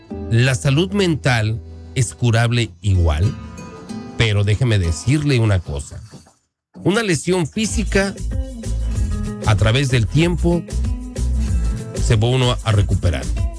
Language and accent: Spanish; Mexico; muchos países hermanos, incluyendo nosotros como mexicanos.